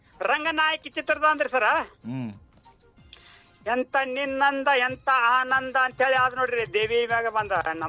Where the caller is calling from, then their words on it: Karnataka, India; accent: North Karnataka; ನಮ್ಮ ಉತ್ತರ ಕರ್ನಾಟಕದ ಕಡೆ ಅದಂದ್ರಿ, ನಾವು ಮಾತಾಡಿದ್ರು ನಮ್ದು ಎಲ್ಲಕ್ಕಿಂತ ಸ್ಪೀಡ್ ರೀ ಸರ್